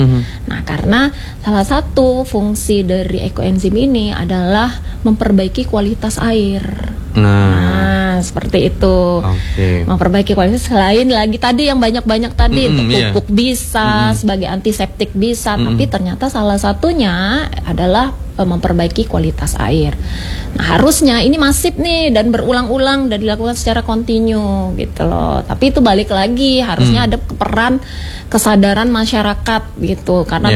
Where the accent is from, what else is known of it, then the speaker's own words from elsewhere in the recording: Pontianak, West Kalimantan, Indonesia; Dulu parit-parit Alianyang itu, saya kecilnya di Alianyang.